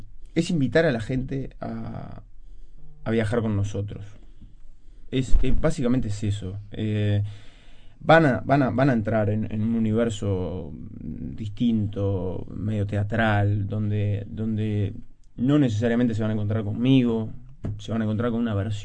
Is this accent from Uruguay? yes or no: yes; Uruguay; También porque somos uruguayos.